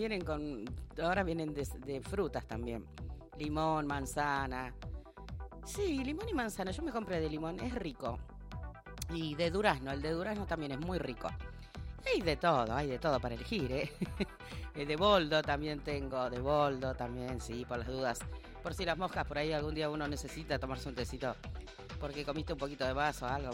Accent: Argentina; somos recabuleros los argentinos

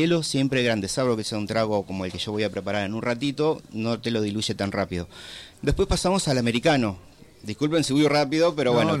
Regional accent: Argentina

